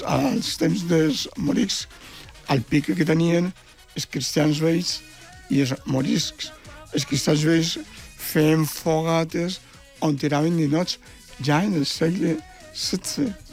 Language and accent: Catalan; Valencian Community, Spain; com som els valencians. Som traqueros, som bogueros, som festeros